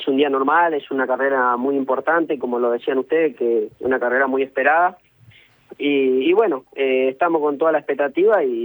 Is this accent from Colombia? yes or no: no; Corrientes, Argentina; moved away; yo de que vine de mi ciudad de Corrientes